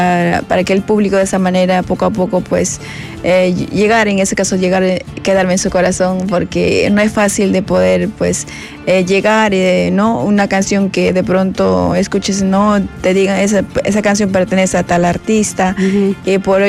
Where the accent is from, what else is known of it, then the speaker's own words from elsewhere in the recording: Peru; para el sur, para mi tierra